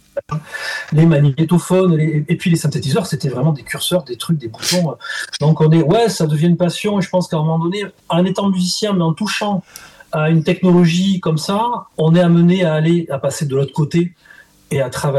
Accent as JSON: {"language": "French", "town": "Toulouse", "region": "Occitanie", "country": "France", "said": "Et moi, je suis toulousain aussi d'origine"}